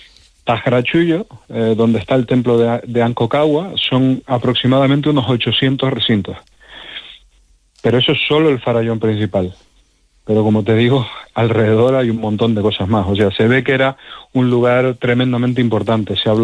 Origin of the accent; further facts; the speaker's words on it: Canary Islands, Spain; Bueno, soy canario, o sea, que subimos y bajamos todos los días a la montaña. Las islas son muy, muy escarpadas y yo vivo en Tenerife y tenemos el Teide, son casi 4.000 metros.